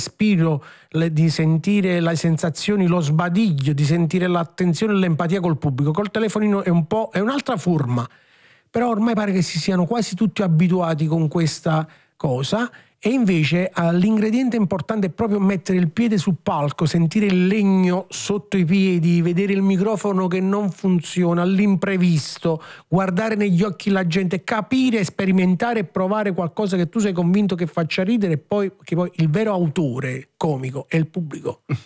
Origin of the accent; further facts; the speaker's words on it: San Giorgio a Cremano, Campania, Italy; born there; Perché poi tra l'altro io sono nato a San Giorgio a Cremano, dunque io Troisi l'ho respirato, l'ho vissuto